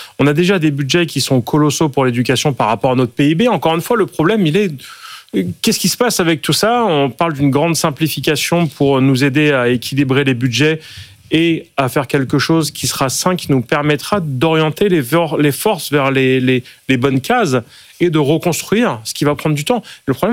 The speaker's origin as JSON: {"language": "French", "town": "Sarcelles", "region": "Île-de-France", "country": "France", "tie": "born or raised there", "also_born_or_lived": "Cergy-Pontoise", "said": "Moi, j'ai grandi là-bas, à Sarcelles, puis Cergy-Pontoise."}